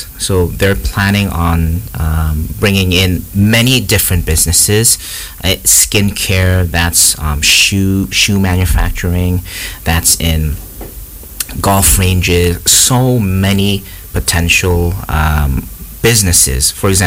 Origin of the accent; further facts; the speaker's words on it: Kenya; So I grew up in Kenya. Everyone asks me, why Kenya? And I grew up here. I identify more as a Kenyan than a Korean. And I really think this is my home.